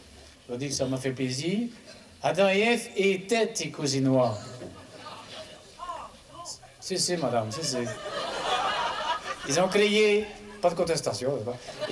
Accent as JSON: {"language": "French", "town": "Écaussinnes", "region": "Wallonia", "country": "Belgium", "said": "Je ne sais pas si vous le savez, mais je suis une fleur de province. Oui, je suis originaire des Cossines."}